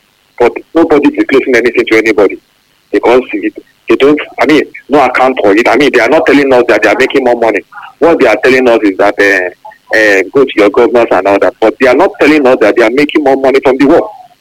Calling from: Nigeria; I'm calling from Okola.

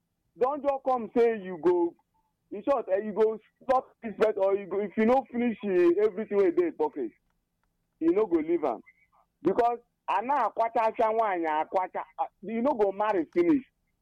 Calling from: Ebonyi, Nigeria; I'm calling from Ebonyi State.

